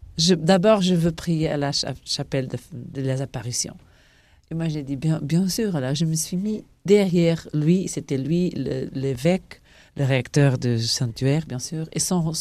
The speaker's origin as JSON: {"language": "French", "country": "Portugal", "said": "Oui, absolument. Il n'y a pas beaucoup de portugaises ici."}